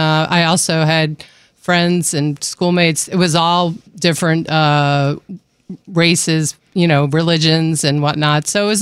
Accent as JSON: {"language": "English", "country": "United States", "tie": "born there", "also_born_or_lived": "Rockville, Maryland / Philadelphia, Pennsylvania", "said": "I grew up in Rockville, Maryland, in Philadelphia, Pennsylvania."}